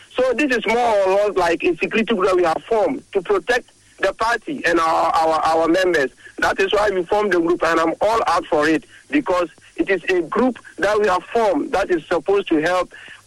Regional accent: Upper East, Ghana; I'm from that region, even though I'm in Russia, but I'm from Upper East region.

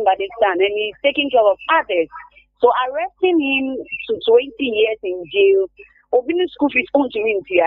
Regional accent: Ghana; But my issue is we are all Ghanaian. I'm not doing politics here, okay? We are all Ghanaian.

